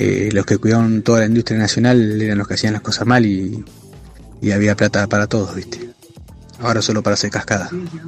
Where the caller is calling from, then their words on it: Guaminí, Buenos Aires Province, Argentina; de Guamini